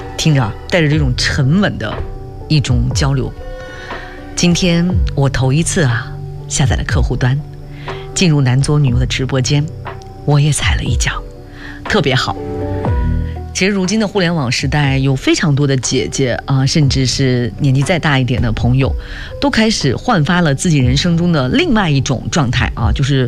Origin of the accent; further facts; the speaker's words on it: Northeast China, China; accent: Northeastern dialect; 我们东北话这个点个卯大家懂得哈，